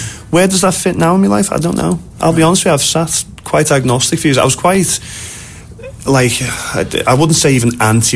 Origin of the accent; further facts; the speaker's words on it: Liverpool, North West England, United Kingdom; I was brought up in the city that has the Beatles connected to it